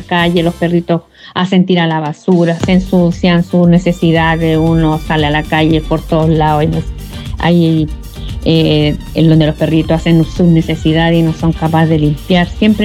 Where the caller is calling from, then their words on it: Hualpén, Biobío, Chile; aquí yo vivo en Hualpén